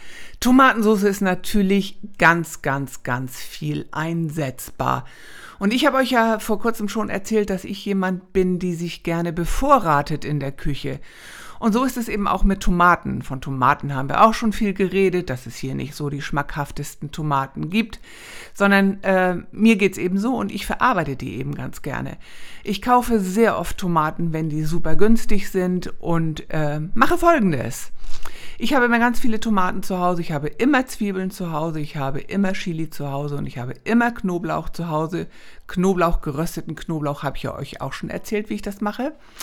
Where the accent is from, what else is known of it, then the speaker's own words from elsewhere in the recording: Northern Germany, Germany; sagt man bei uns in Norddeutschland.